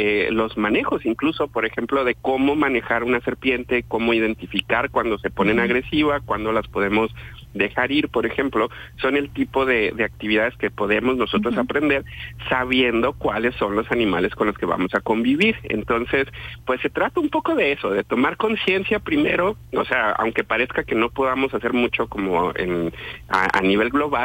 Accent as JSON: {"language": "Spanish", "country": "Mexico", "said": "lo que tenemos como mexicanos, este orgullo de ser el país con más reptiles del mundo"}